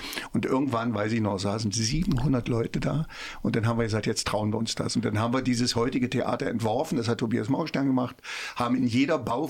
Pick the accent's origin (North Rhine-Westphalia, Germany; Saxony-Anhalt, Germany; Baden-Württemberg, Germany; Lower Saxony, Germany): Saxony-Anhalt, Germany; Magdeburg; Das ist ein Roman, der spielt auch noch in Magdeburg, da wo ich groß geworden bin.